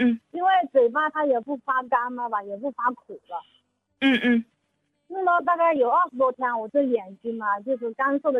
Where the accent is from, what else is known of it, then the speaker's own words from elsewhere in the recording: Nantong, Jiangsu, China; 我是南通的，今年才45呢